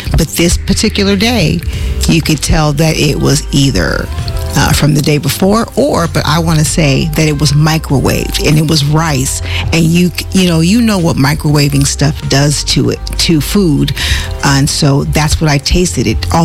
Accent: the South, United States; I grew up in the South and my grandmother's fried chicken was the best

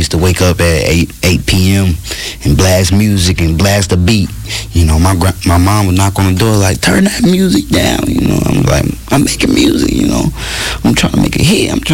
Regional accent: Saint Paul, Minnesota, United States; now in Minneapolis, United States; I had moved to Minneapolis, and, you know, it was a different environment. So, like I said, I'm from St. Paul

